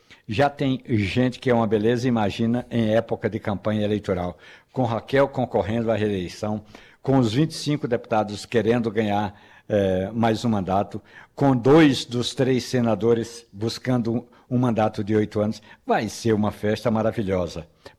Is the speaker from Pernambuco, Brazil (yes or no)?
yes; Carnaíba, Pernambuco, Brazil; born there; não é porque eu nasci nessa cidade, mas lá em Carnaíba